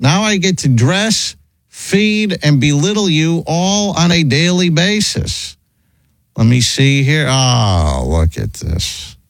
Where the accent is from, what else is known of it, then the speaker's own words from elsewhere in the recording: New Jersey, United States; I'm from New Jersey.